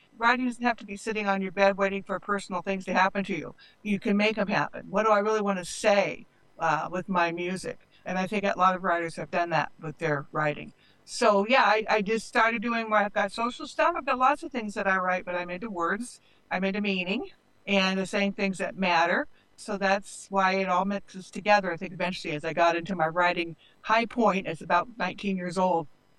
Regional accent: California, United States; I grew up on a ranch out in California by parents who were not educated people, just working folk.

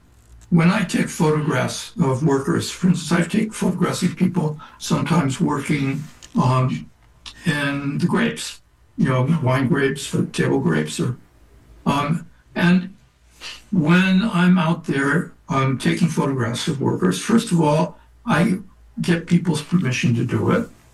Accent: Oakland, California, United States; Then I grew up in Oakland. I didn't know anything about farm workers. I didn't know anything about Mexico or Mexicans. I didn't speak Spanish.

